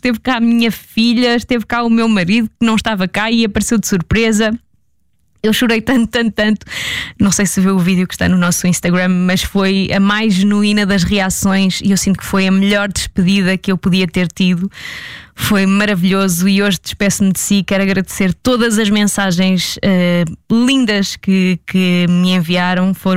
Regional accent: Centro, Portugal; now in Lisbon, Portugal; vou deixar Lisboa, vou voltar para, para o sítio onde eu nasci e cresci, que é na zona de Aveiro.

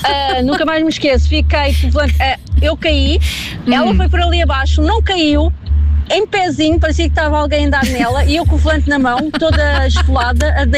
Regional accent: Odivelas, Lisbon, Portugal; eu nasci em Odivelas.

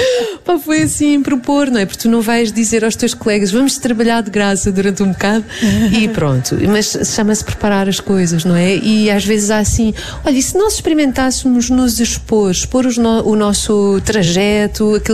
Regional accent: Setúbal Peninsula, Portugal; eu cresci na Margem Sul

